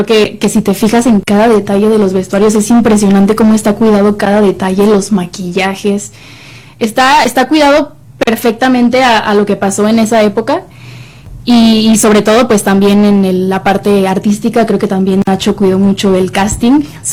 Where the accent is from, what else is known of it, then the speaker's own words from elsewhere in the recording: Monterrey, Nuevo León, Mexico; y que yo, que vengo de Monterrey, obviamente toda la gente de otras ciudades pues queremos venir aquí a la capital a cumplir nuestros sueños